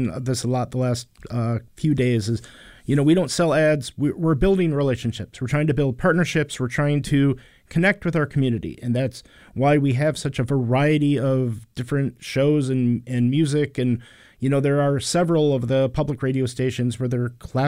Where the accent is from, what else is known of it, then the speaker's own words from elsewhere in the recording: Midland, United States; I'm from Midland.